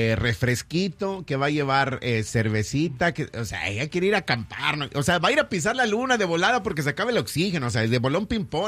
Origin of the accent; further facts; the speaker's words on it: Mexico; Eso es muy, muy de nosotros los mexicanos